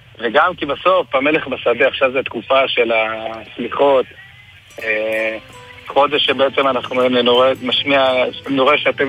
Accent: Jerusalem, Jerusalem District, Israel; אני גדלתי ברוך השם עובדות חרדים, בארנות, שכונת ירושלים, תשעה אחים.

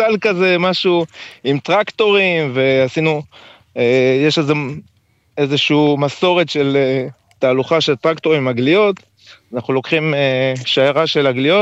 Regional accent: Northern District, Israel; born there; אני עוד מעט בן 50 ואני נולדתי פה, כן?

